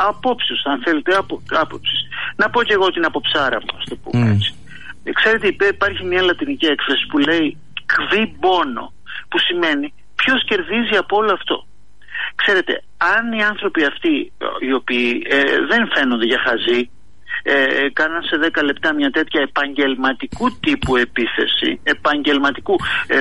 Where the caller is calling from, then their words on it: Thessaloniki, Central Macedonia, Greece; Το γνωρίζω, ως Θεσσαλονικιός.